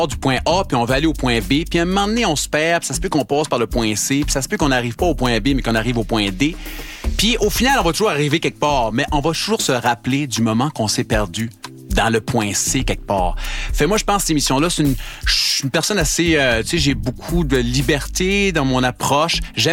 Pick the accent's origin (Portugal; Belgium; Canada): Canada; New Brunswick; j'ai un POV du Canada, de l'Acadie, moi je viens du Nouveau-Brunswick